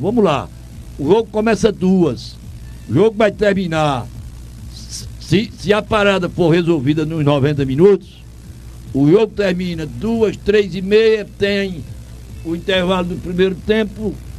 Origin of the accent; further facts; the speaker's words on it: Altinho, Pernambuco, Brazil; dia de São Pedro é a festa de emancipação política da minha terra natal, Altinho.